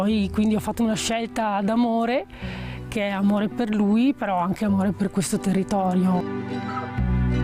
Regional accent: Padua, Veneto, Italy; born there; moved away as an adult; now in Lessinia, Italy; io sono nata a Padova

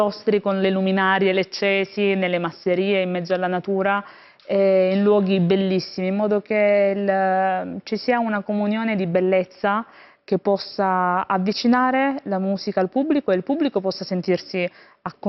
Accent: Lecce, Apulia, Italy; leccese, sì, nata, cresciuta lì e devo dire con delle radici profondissime in questa terra straordinaria che è il Salento

